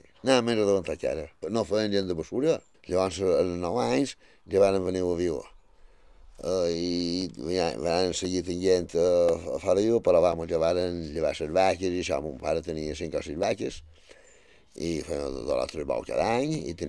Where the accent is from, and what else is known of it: Balearic Islands, Spain; born there